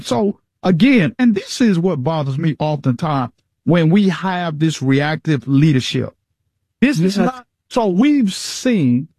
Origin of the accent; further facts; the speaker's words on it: the South, United States; moved away; I'm from the South, and I just left visiting my mother a couple months ago in South Carolina